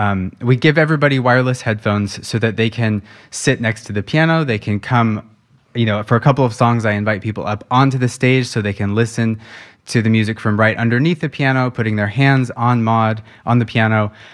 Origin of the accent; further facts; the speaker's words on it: Sunriver, Oregon, United States; moved away as an adult; also born or lived in Los Angeles / London; I grew up in Sun River, Oregon